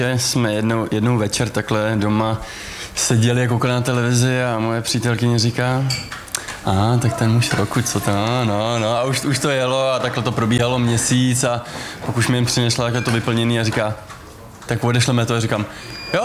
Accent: Hradec Králové, Hradec Králové Region, Czechia; Z Hradce Králové.

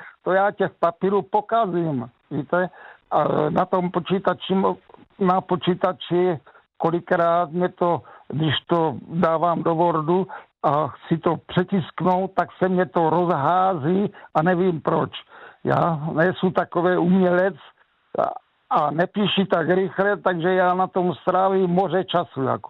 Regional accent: Šternberk, Olomouc Region, Czechia; chce jít mezi lidi, tak má možnosti třeba u nás ve Štenberku hodně

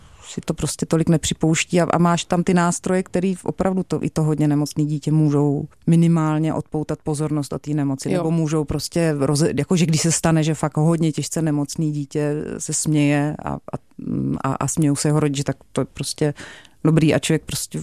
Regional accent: Brno, South Moravian Region, Czechia; což je náš společný holčičí projekt s Dorou Kaprálovou, a protože jsme vyrostli na Údolní ulici v Brně.

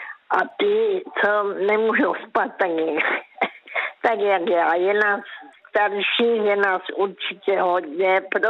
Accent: Karolinka, Zlín Region, Czechia

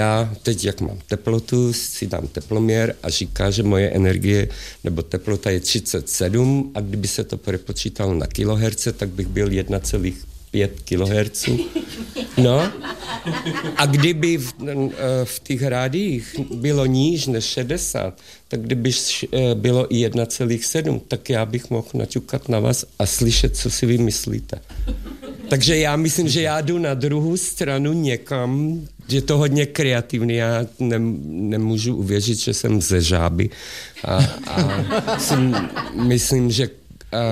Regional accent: southern Slovakia, Slovakia; born there; first language Hungarian; Czech is a second language; protože doma jsme mluvili maďarsky, my jsme byli odsunutí za dekrétu. Takže jsme někde skončili na hranicích Jižního Slovenska s Maďarskem. Babička říkala, že tam je vysadili, poslali do pole a tam jsme byli a tam jsem se narodil já.

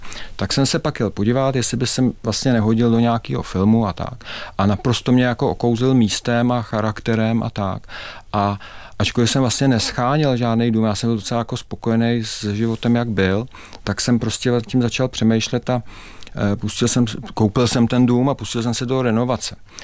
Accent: Prague, Czechia; Já jsem rozený malostraňák ze Zámeckých Schodů.

